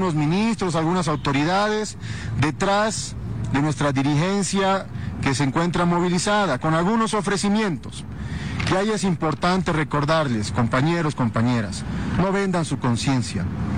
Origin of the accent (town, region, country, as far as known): Bolivia